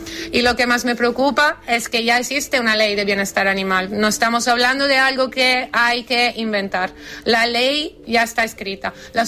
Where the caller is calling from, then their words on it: Canary Islands, Spain; Yo soy vecina del Montaña del Cabezo desde hace casi 5 años